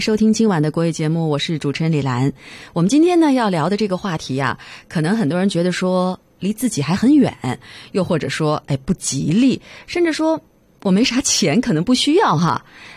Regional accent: China; now in Canada

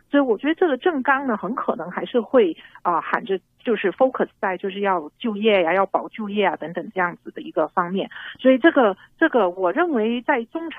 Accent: Canada; I'm fine， 就是我加拿大人可以接受

